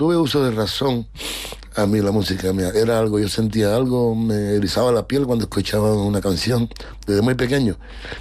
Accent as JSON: {"language": "Spanish", "country": "Cuba", "tie": "born or raised there", "moved": "yes", "said": "Yo tuve que salir de mi pueblito, precisamente un gran músico me llamó a Varadero y yo llegué ahí"}